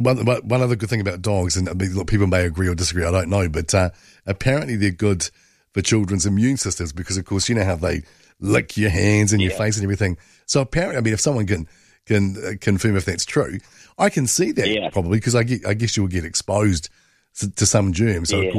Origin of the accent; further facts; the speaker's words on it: Masterton, Wellington, New Zealand; we're both from Masterton. I'm a few years older than Roman.